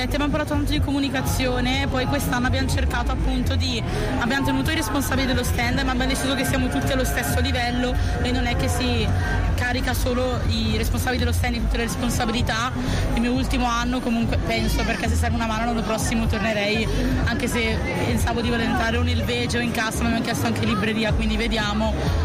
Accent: Chiari, Lombardy, Italy; ho 19 anni e vengo da Chiari.

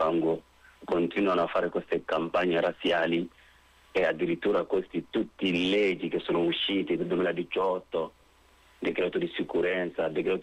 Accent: Mali; now in Italy; Ma io sono africano, sono nero, sono del Mali.

